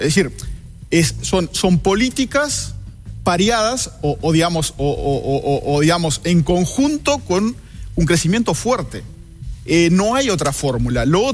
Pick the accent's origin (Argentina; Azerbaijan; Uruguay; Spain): Uruguay